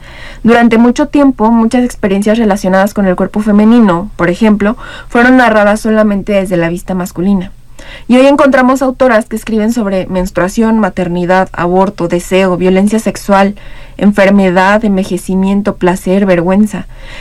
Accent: Mexico

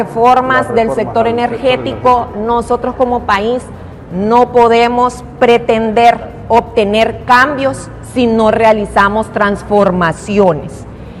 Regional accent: Honduras; que al final nos terminan afectando a todos como hondureños, tanto personas naturales como empresarios

